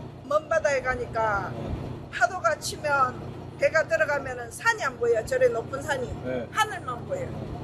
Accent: Changnyeong, South Gyeongsang, South Korea; moved away as an adult; now in Gaedo, Yeosu, South Korea; 저 경남 창녕이에요.

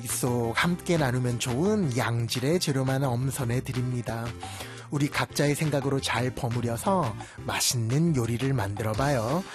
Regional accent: South Korea

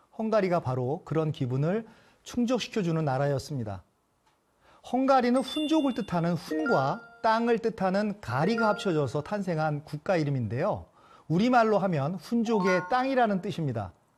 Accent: South Korea

